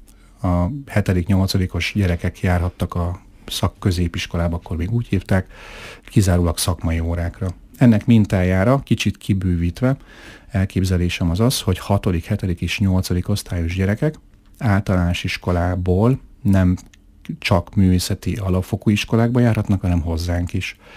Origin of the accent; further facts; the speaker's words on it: Miskolc, Borsod-Abaúj-Zemplén, Hungary; ide jártam, itt éltem, itt nőttem föl.